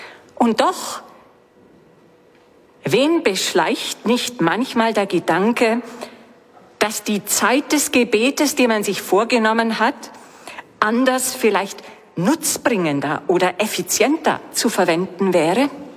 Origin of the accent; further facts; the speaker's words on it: Bavaria, Germany; born there; moved away; als gebürtige Diözesanin von Augsburg